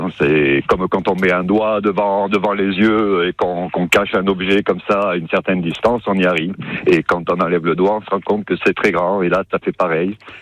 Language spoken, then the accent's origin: French; Bastia, Corsica, France; Alors, on est de Bastia, mais on a un site qu'on nous accorde sur le parking de Poggio d'Oletta